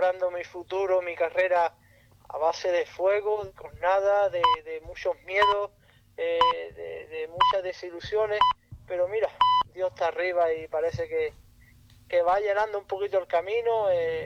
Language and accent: Spanish; Andalusia, Spain; la provincia de Cádiz, porque es una provincia muy bonita, es mi tierra